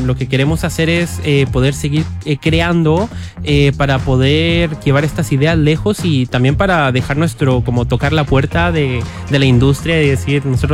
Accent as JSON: {"language": "Spanish", "country": "Costa Rica", "tie": "born or raised there", "moved": "as an adult", "lives_now": "Chile", "said": "yo nací en Chile, ajá, pero yo viví toda mi vida en Costa Rica."}